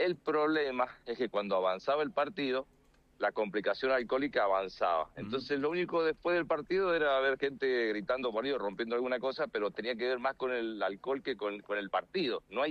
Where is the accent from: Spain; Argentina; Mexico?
Argentina; Mirá, yo soy argentino, tengo camiseta, venir acá.